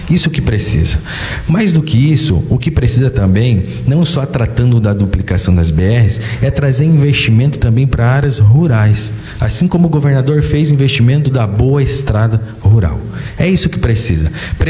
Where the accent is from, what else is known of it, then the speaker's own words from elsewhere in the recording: Chapecó, Santa Catarina, Brazil; eu que sou da região, nascido e criado em Chapecó, natural de lá.